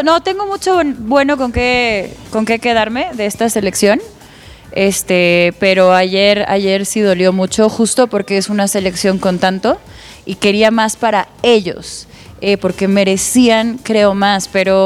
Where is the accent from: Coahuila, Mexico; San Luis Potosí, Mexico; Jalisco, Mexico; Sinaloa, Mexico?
Jalisco, Mexico; Soy de Jalisco